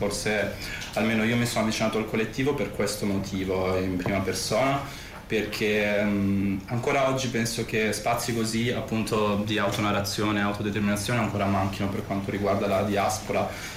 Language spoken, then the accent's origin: Italian; Albania; now in Italy; dall'Albania. E quindi parlo soprattutto, anche non solo, ma delle aziende italiane che sfruttano, insomma, io ho vissuto in Albania fino al 2015